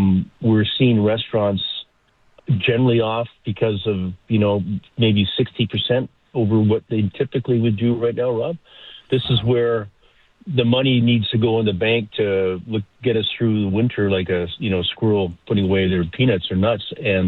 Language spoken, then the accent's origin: English; Kelowna, British Columbia, Canada; I mean, I grew up in Kelowna. I mean, we never had this.